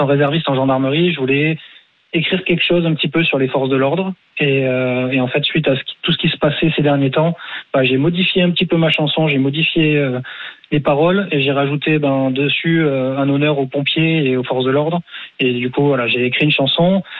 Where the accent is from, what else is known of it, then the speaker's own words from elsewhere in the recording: Mont-de-Marsan, Nouvelle-Aquitaine, France; moi je suis originaire de Mont-de-Marsan, donc mon papa était pompier volontaire.